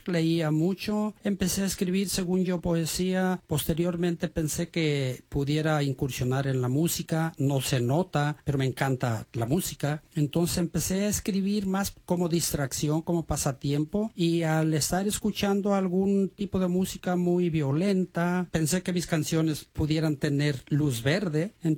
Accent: Limón, Jalisco, Mexico; lo que me es más fácil en mi pueblo. Yo soy de Limón, Jalisco, y allá hay muy buenos mariachis en el Grullo

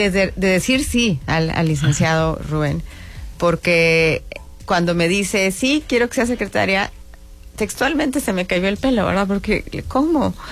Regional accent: Torreón, Coahuila, Mexico; moved away as an adult; now in Saltillo, Mexico; me quedé aquí. Estoy muy feliz en Saltillo. Amo mi tierra, pero estoy muy feliz en Saltillo.

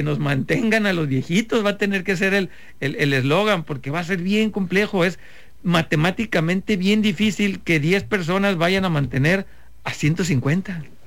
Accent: Mexico

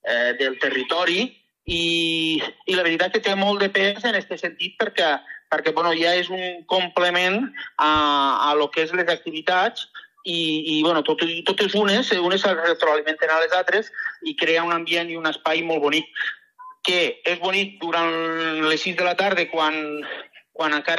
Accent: Rossell, Valencian Community, Spain; vam considerar que Rossell era un bon lloc, perquè nosaltres som de Rossell, per fer una miqueta de territori i de pertenència

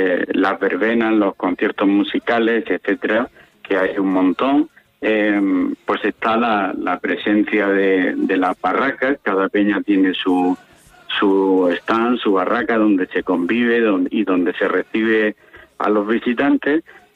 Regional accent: Cartagena, Region of Murcia, Spain; yo soy campo cartagenero

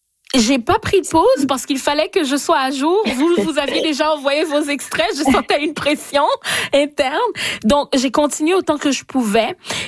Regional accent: Haiti; parce que moi, même si je viens d'Haïti, je le connais, l'auteur

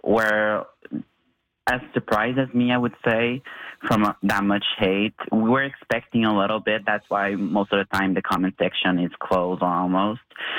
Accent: Baie-Comeau, Quebec, Canada; I'm from Beaucartier, not even Sept-Îles

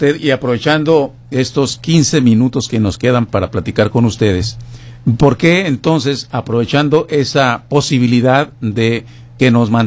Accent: Mexico; yo soy mexicano.

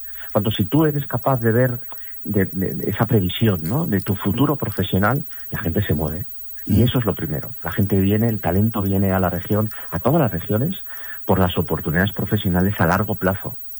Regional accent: Asturias, Spain; moved away; yo soy asturiano, aunque llevo ya 20 años fuera

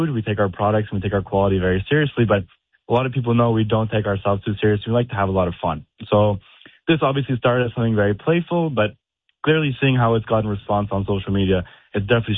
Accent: Canada; I mean, obviously, we're proudly Canadian.

